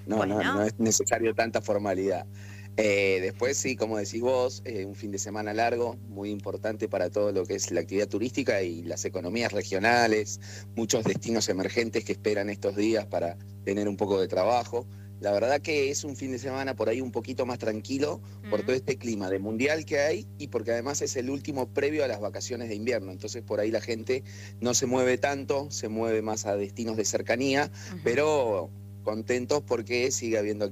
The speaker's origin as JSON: {"language": "Spanish", "town": "Bariloche", "region": "Río Negro", "country": "Argentina", "tie": "born there", "said": "Y yo soy nacido en Bariloche y cada vez que nieva también me sorprendo"}